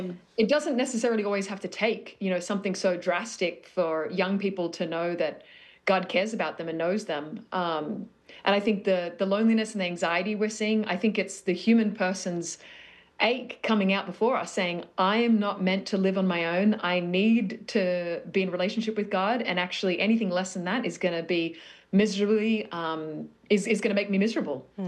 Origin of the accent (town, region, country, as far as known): Australia